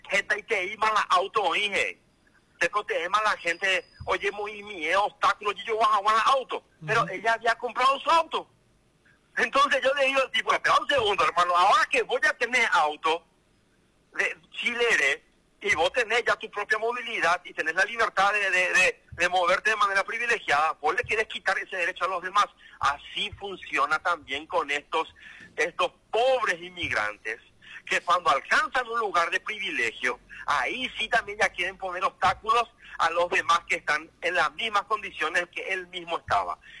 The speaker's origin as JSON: {"language": "Spanish", "country": "Paraguay", "also_born_or_lived": "Italy", "moved": "yes"}